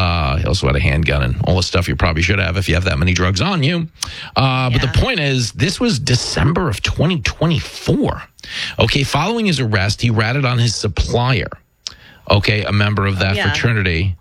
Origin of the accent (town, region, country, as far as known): Levittown, United States; born or raised there